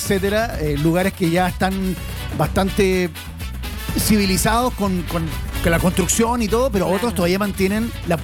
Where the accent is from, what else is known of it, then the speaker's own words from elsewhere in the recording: Chile; ¿Qué es lo que produce más orgullo en los chilenos sobre nuestro país?